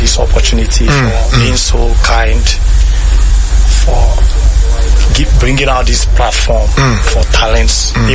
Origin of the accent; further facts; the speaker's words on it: Eastern Nigeria, Nigeria; I'm from the eastern part of Nigeria.